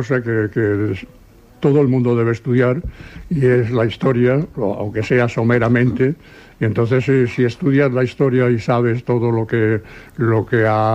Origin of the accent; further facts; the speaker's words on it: Seville, Andalusia, Spain; now in Barcelona, Spain; lo mismo que nosotros, pero cuando vinimos de Sevilla